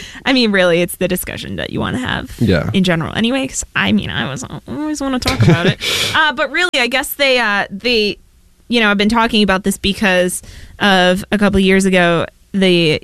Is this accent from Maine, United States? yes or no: yes; Maine, United States; I am also from Maine, which both are kind of not redeeming, yeah.